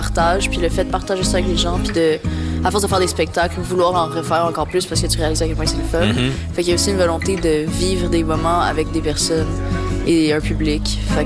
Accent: Quebec, Canada; Fait que la meilleure manière de le faire pour moi, c'était juste de le faire dans ma langue maternelle, puis dans, avec la manière dont je parle à tous les jours. Puis c'était aussi, I guess, un peu un choix de vouloir faire perdurer la langue puis mmh. la culture québécoise.

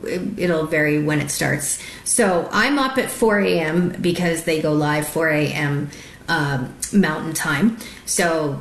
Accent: Canada; And I, alongside Ed the Bear from Canada, we co-host together. We're Canadian media correspondents for the show.

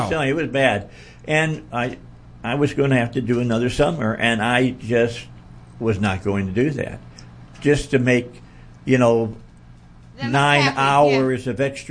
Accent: Midwest, United States; I grew up in the United States when California still was a great state.

